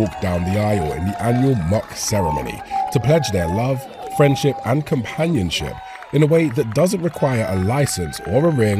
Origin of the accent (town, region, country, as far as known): Surbiton, London, United Kingdom; born or raised there; now in Atlanta, United States